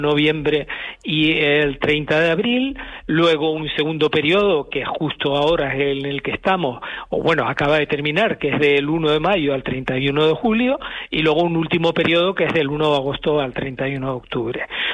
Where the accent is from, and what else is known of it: Canary Islands, Spain